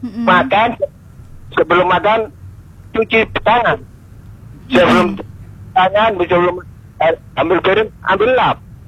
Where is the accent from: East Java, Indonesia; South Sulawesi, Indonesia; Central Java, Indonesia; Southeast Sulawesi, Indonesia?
East Java, Indonesia; Surabaya; born there; Surabaya asli. Surabaya ndire aku. Yen lahir nang Surabaya aku.